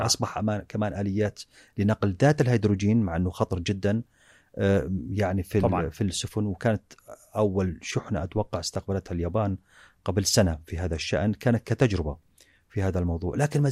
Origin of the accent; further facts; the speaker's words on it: Jordan; وفي نجاحات كبيرة في الملفات أخرى عندنا في الأردن.